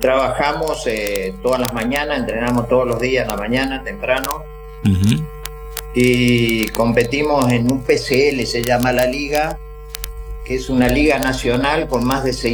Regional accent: Curuzú Cuatiá, Corrientes, Argentina; also born or lived in Monte Caseros; Soy nacido en Monte Casero y criado en Curuzú. Ah. Y a partir de los 9 años nos fuimos a vivir a Curuzú y después ahí hice toda mi vida, ¿no?

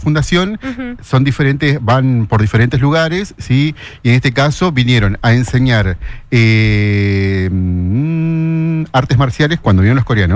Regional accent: Argentina; nosotros siendo argentinos

